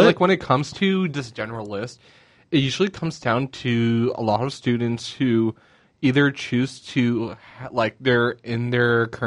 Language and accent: English; Tri-Cities, Washington, United States; I'm from the Tri-Cities